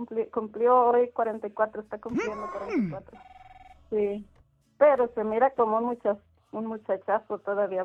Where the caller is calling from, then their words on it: Zacatecas, Mexico; nosotros somos de allá de Tlacuzagua y es muy cerca de ahí de Jerez.